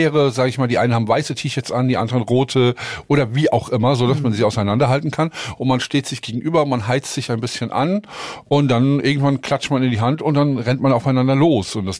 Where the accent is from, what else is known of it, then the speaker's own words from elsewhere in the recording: Frankfurt, Hesse, Germany; Ich komme aus Frankfurt, sie aus Hamburg.